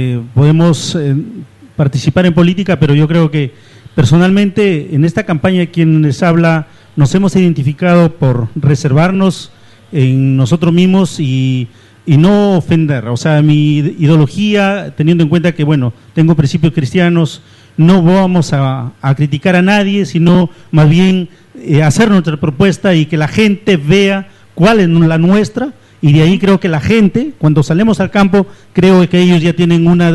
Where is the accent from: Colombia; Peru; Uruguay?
Peru; Carabamba, La Libertad; creo que tengo la capacidad suficiente para poder gobernar mi pueblo